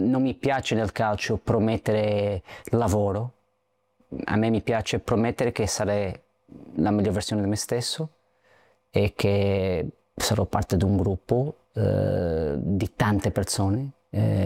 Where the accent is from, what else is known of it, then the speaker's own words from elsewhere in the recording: Portugal; Italian is a second language; e come portoghese, come che non siamo molto diversi dagli italiani da tanti secoli che abbiamo girato al mondo.